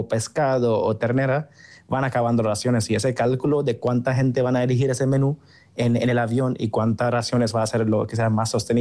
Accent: India; also born or lived in Bilbao; now in Netherlands; yo soy de la India

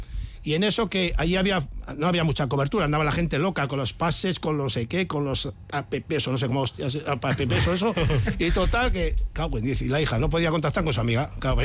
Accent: San Sebastián, Basque Country, Spain; A ver, yo soy de Donostiarra, bueno, de aquí de Alza, tal. Donostiarra, la Real lo he mamado, yo jugaba fútbol hasta los 18

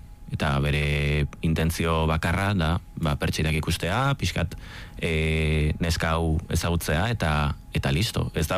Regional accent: Vitoria-Gasteiz, Basque Country, Spain; ni gasteiztarra naiz, ni kalekumea naiz ere bai

